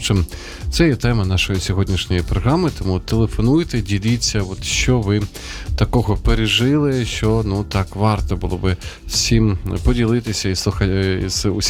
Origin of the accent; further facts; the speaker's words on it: Sumy, Sumy Oblast, Ukraine; друге моє рідне місто, це є Суми, звідки походжу